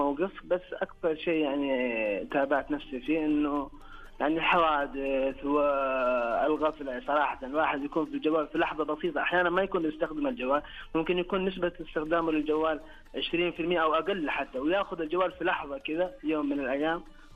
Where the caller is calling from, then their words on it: Al Qunfudhah, Makkah Province, Saudi Arabia; من مدينة القنفذ.